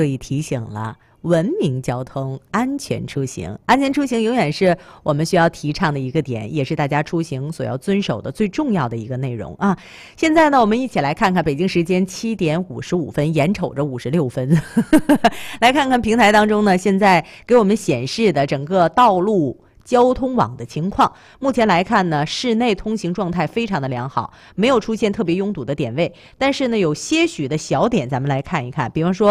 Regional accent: Liaoning, China; 我作为一个土生土长的西方人

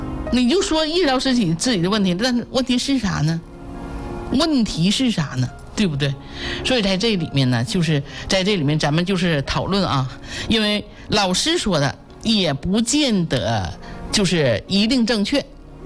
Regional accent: China

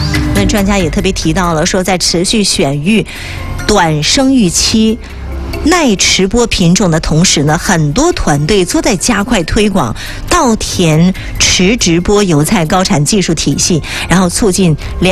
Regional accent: China

